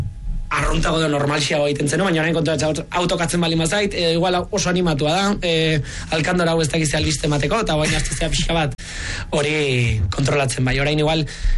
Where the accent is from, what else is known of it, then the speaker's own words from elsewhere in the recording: Hendaye, Nouvelle-Aquitaine, France; also born or lived in Bayonne, France; Ni sortzez, Baionan sortu eta Hendaian bizi betitik. gurasoak egia da, gipuzkoarrak, bai.